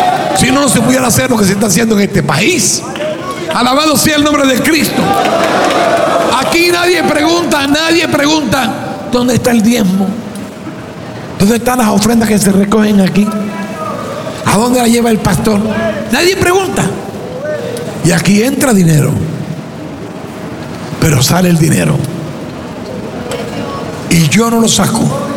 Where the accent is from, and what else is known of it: Cuba; moved away